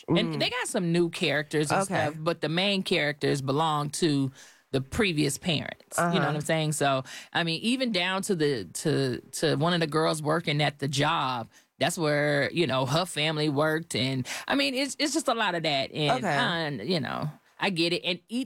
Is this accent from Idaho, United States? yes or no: no; Clear Lake, Texas, United States; I told my dad, I grew up in Clear Lake, and I was like, Daddy, why are we out here?